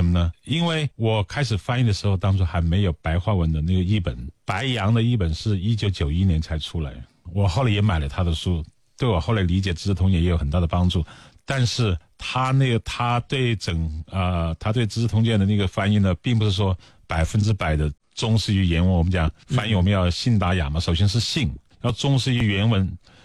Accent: Hunan, China; 我是一个湖南人啊

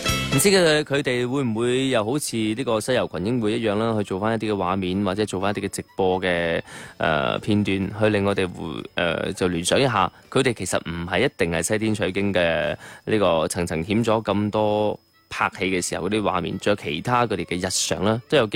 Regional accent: Guangdong, China

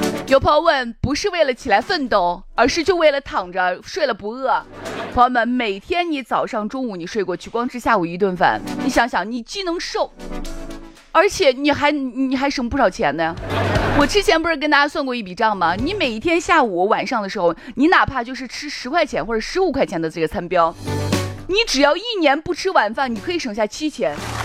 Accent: Shaanxi, China; 我们陕西人啊，

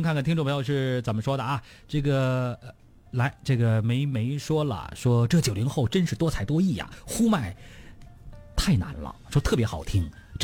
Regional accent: Beijing, China; 就跟我们北京人说那臼子似的是吧

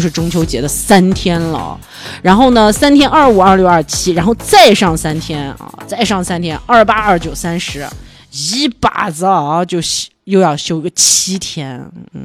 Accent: Xinjiang, China; 我们新疆人的热情

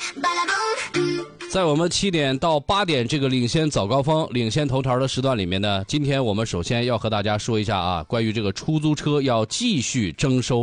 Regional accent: Yanbian, Jilin, China; 延边是我家乡啊！

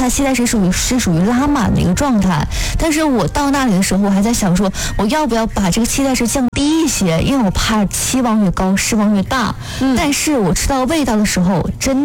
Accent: Northeast China, China

